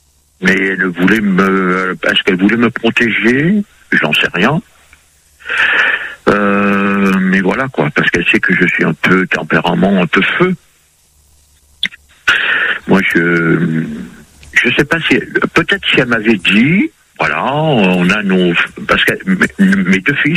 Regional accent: Réunion; now in France; J'ai grandi à La Réunion, mmh. Je suis métropolitain.

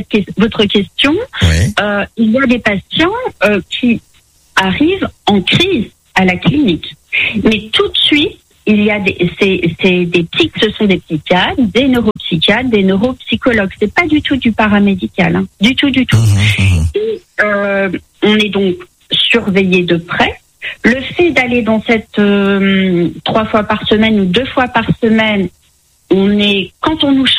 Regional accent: Reims, Grand Est, France; Moi, je suis de Reims.

